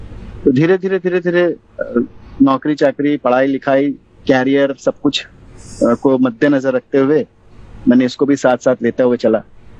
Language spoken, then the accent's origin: Hindi; Varanasi, Uttar Pradesh, India; moved away as an adult; also born or lived in Allahabad; now in Lucknow, India; मेरी स्कूलिंग जो है बनारस में, बेसिकली बनारस का रहने वाला हूँ, जो कि एक संगीत का घराना, जाना माना घराना माना जाता है, और मेरी स्कूलिंग वहीं से हुई है।